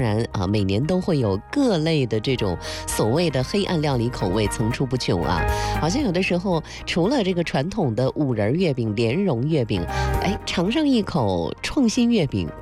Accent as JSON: {"language": "Chinese", "region": "Northeast China", "country": "China", "moved": "yes", "lives_now": "Taizhou, China", "said": "作为一个东北人"}